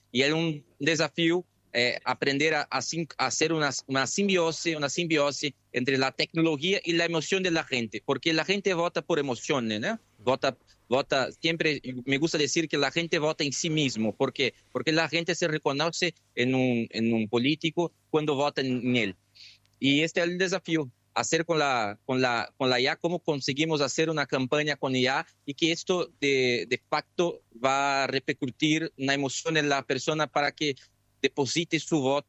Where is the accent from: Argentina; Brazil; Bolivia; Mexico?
Brazil; Spanish is a second language; Yo soy un brasileño, pero mi papá es brasiguayo, nació en Paraguay, es cerca de Santa Rita